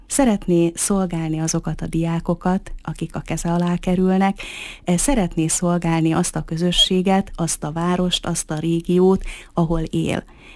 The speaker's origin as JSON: {"language": "Hungarian", "town": "Mezőkövesd", "region": "Borsod-Abaúj-Zemplén", "country": "Hungary", "tie": "born or raised there", "moved": "as an adult", "lives_now": "Miskolc, Hungary"}